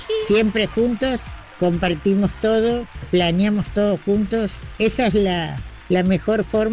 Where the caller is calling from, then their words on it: Ezpeleta, Buenos Aires Province, Argentina; de Espeleta.